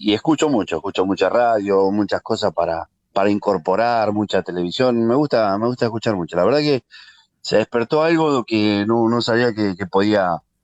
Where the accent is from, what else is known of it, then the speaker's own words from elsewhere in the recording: General San Martín, Buenos Aires Province, Argentina; yo nací en San Martín, soy de San Martín y crecimos con el fútbol, con la pelota, con los campeonatos de barrio. Yo nací en el barrio Libertador, cerca de la cancha de JJ.